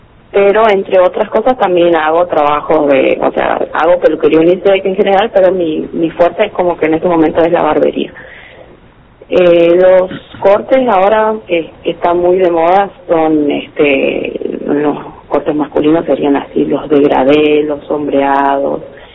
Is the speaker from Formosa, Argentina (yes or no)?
yes; Las Lomitas, Formosa, Argentina; Yo soy de acá de Las Lomitas.